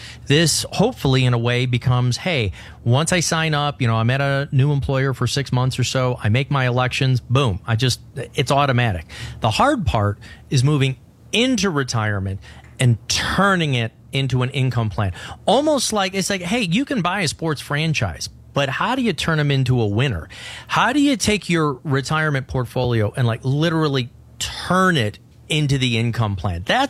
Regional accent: Chicago, Illinois, United States; born or raised there

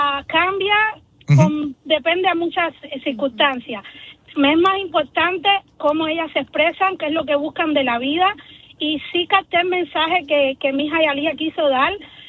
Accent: Cuba

